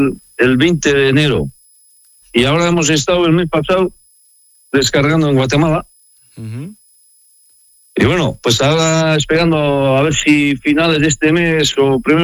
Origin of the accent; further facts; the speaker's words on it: San Vicente de la Sonsierra, La Rioja, Spain; born there; Yo nací en San Vicente de la Sonsierra, La Rioja. Mi madre es riojana.